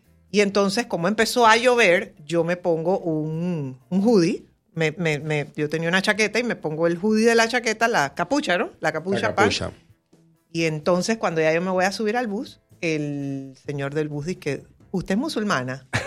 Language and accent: Spanish; Panama; no soy musulmana, soy panameña.